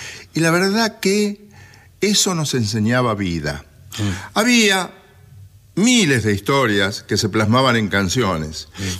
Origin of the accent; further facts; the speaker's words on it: Bragado, Buenos Aires Province, Argentina; Yo soy de La Llanura, de un pueblo que se llamaba Bragado.